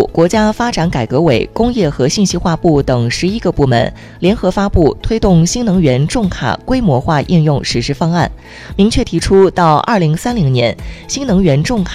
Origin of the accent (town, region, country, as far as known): Xinjiang, China